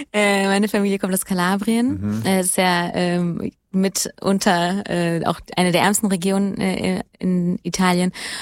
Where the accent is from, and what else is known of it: Hesse, Germany; born or raised there